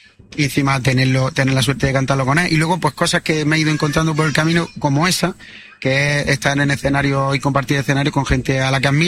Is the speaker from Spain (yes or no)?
yes; Linares, Andalusia, Spain; now in Almería, Spain; Yo soy almeriense de adopción. Yo soy de Linares, de Jaén. Llevo aquí viviendo ya 25 años.